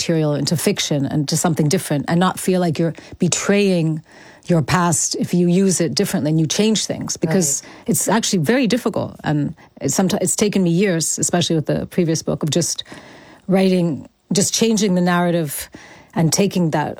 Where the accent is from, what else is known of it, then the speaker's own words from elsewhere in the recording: Mexico; now in United Kingdom; actually, I feel more British Mexican. Mm. I've lived here longer than anywhere else. And apart from my accent, it's very much the English that I use.